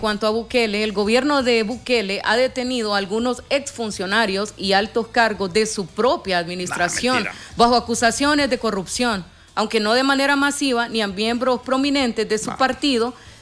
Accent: Honduras; Para como hondureños

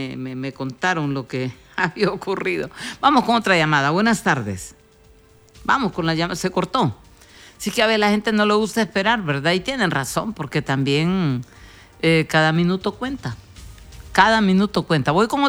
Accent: Honduras; los problemas que nosotros tenemos, individuales, como hondureños, como familia, son graves.

